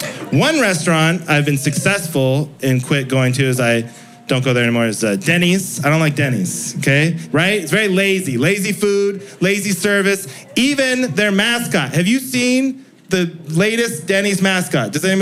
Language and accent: English; Seattle, Washington, United States; growing up in Seattle